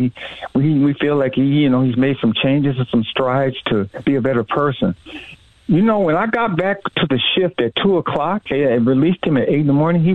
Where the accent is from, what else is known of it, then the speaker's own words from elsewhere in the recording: Los Angeles, California, United States; And I'm from South Central Los Angeles originally, so I grew up